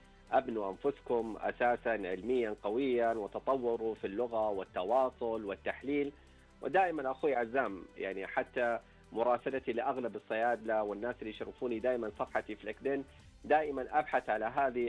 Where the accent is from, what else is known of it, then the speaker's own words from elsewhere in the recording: Saudi Arabia; والفرص عندنا في السعودية ولله الحمد أخوي عزام كثيرة،